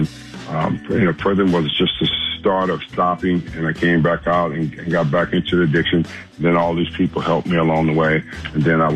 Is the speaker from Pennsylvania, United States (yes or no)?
no; Los Angeles, California, United States; I wasn't afraid, and because I'm born and raised in South Central, I know how to defend myself.